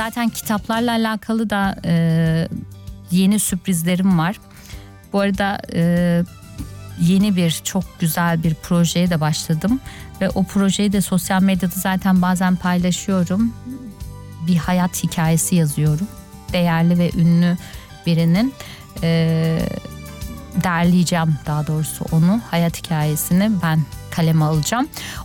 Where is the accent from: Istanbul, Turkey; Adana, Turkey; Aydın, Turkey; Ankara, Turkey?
Adana, Turkey; moved away; zaten memleketim Adana